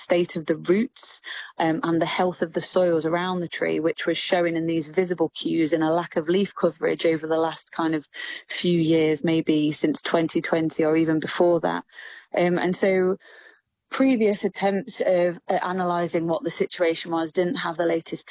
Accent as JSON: {"language": "English", "town": "Nottingham", "region": "East Midlands", "country": "United Kingdom", "said": "I'm a local girl, so I'm from Nottingham"}